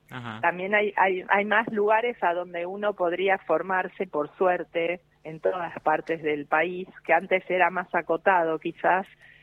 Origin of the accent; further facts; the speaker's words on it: Villa Ballester, Buenos Aires Province, Argentina; yo soy de Villa Ballester, provincia de Buenos Aires, y empecé a los 4 años a estudiar con una maestra rusa